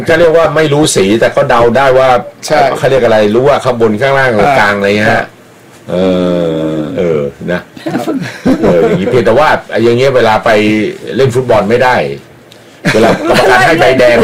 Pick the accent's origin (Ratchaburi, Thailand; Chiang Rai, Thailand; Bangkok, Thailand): Bangkok, Thailand; ก็เกิดที่กรุงเทพ